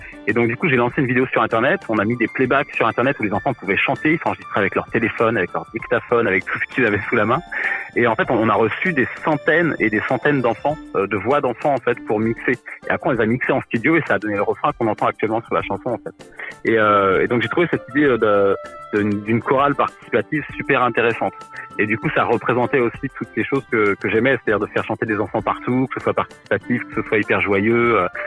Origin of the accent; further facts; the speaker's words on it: Sevran, Île-de-France, France; j'ai voulu parler de mon enfance à Paris, en fait. Mon enfance à Sevran, dans le 93.